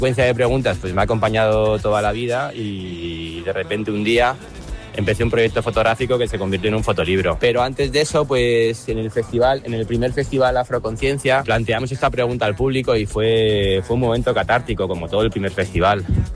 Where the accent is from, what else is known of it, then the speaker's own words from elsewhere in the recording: Móstoles, Community of Madrid, Spain; Pues yo soy de aquí, de Móstoles, del barrio. ¿Y tus padres? Pues también, españoles, de aquí.